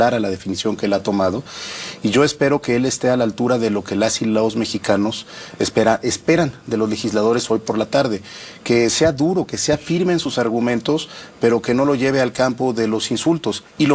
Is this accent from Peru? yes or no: no; Oaxaca, Mexico; somos de Oaxaca. Oaxaqueño. Yo soy oaxaqueño, mi padre oaxaqueño, mi abuelo oaxaqueño